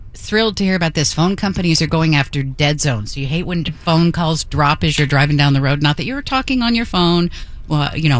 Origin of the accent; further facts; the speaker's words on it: Medford, Oregon, United States; moved away; Medford, Oregon, which is my hometown.